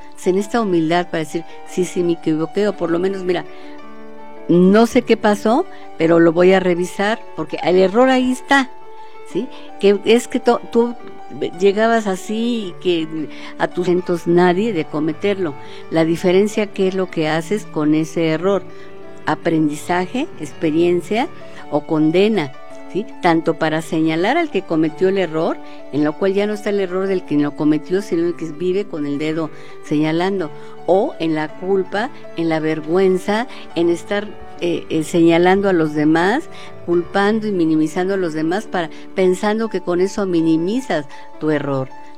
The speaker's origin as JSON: {"language": "Spanish", "country": "Mexico"}